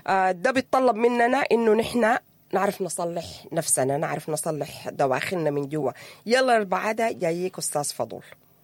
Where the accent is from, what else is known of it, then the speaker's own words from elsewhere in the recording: Sudan; نحن كسودانيين